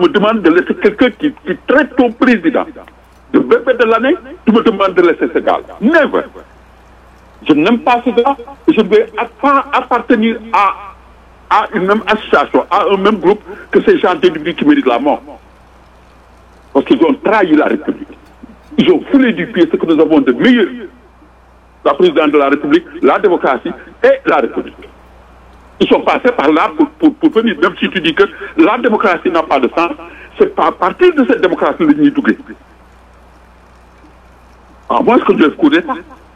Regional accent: Senegal; born there; je suis né au Sénégal. Mes parents, mes grands-parents, mes arrière-grands-parents sont sous terre au Sénégal.

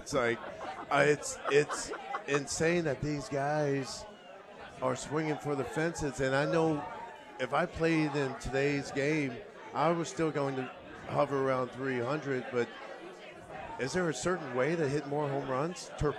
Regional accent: Orlando, Florida, United States; also born or lived in Kansas; I grew up in Orlando

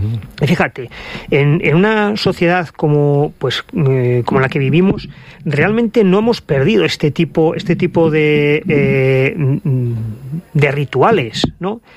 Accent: Asturias, Spain; ya sabes que yo soy asturiano

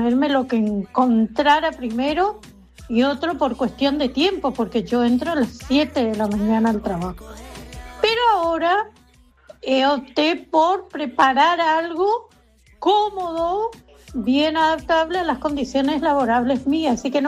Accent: Goya, Corrientes, Argentina

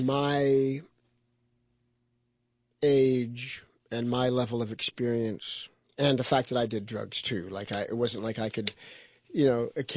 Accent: Hollywood, California, United States; But we grew up in Hollywood. We ran around on the streets in Hollywood.

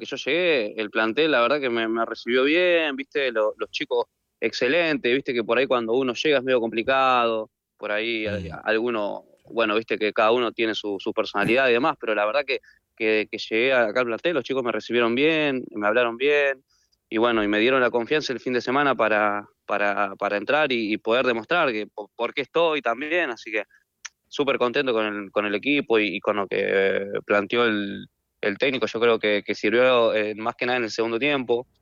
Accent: Tierra del Fuego, Argentina; also born or lived in Salta; Exactamente, yo nací en Salta y me crié en Tierra del Fuego, de una punta a la otra.

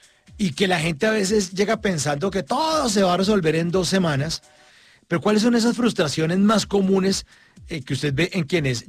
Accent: Bogotá, Colombia; now in New York, United States; Yo amo Nueva York, Laura, amo Nueva York, porque es un relajo, porque soy bogotano, entonces se parece mucho a Bogotá

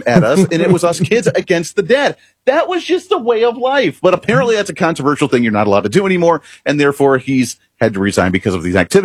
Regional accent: Ohio, United States; I grew up in the Ohio area where we had about 10 apple trees.

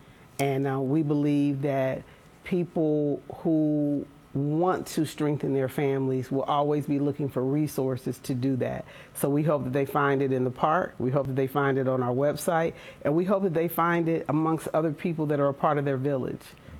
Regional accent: Cincinnati, Ohio, United States; excited to be here in my hometown of Cincinnati

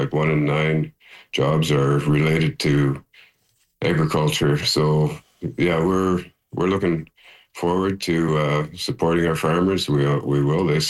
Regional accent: Thessalon, Ontario, Canada; announce another school right here in my hometown of Thessalon for public school.

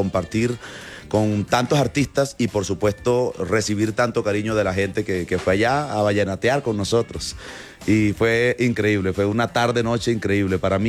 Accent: Chiriguaná, Cesar, Colombia; born there; mi pueblo se llama Chiriguaná. El pueblo donde yo nací se llama Chiriguaná.

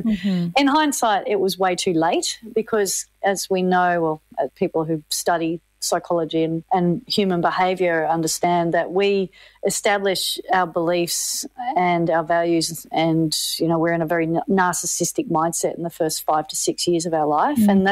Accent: Manly, New South Wales, Australia; Well, it started, as you say, in Manly. It started when I grew up surfing. Well, let's start at the beginning. I was adopted into a beach-loving family

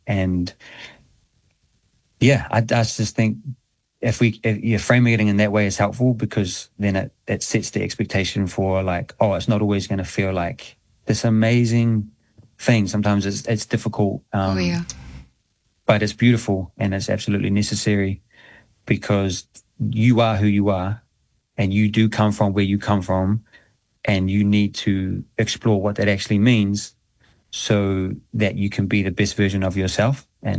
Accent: New Zealand; I always, I look back at my childhood growing up in New Zealand

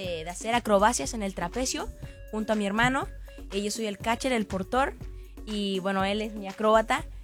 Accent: Chile; Nosotros somos de Chile.

